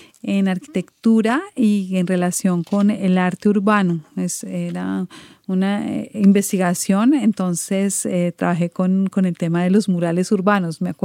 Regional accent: Colombia; moved away as an adult; now in Quebec, Canada; yo vengo de Colombia, también lo digo algunas veces. Yo llegué a Quebec hace 29 años

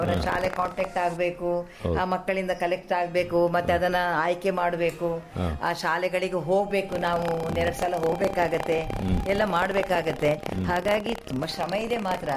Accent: Mangaluru, Karnataka, India; ನಮ್ಮ ಊರಲ್ಲಿ ಈ ಬೋಳೂರಲ್ಲಿ

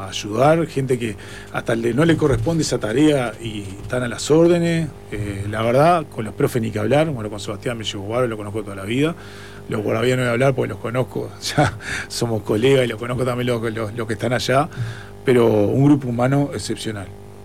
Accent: San Carlos, Maldonado, Uruguay

